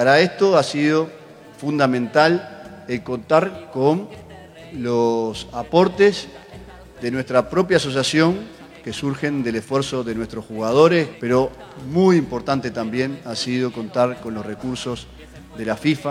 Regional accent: Canelones, Uruguay; Somos uruguayos, pero somos canarios, y para nosotros eso también es fuente de orgullo

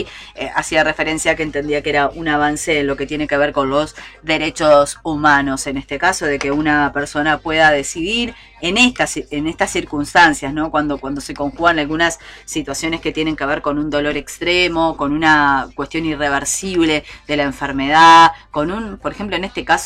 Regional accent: Uruguay; esto que nos gusta tanto a los uruguayos

